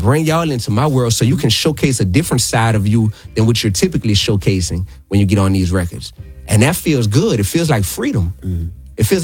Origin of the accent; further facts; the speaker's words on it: New Orleans, Louisiana, United States; I'm still from New Orleans. I still came up in a space to where it's like, boy, you'll get your dome knocked off by a dude that look like Steve Urkel on the circus.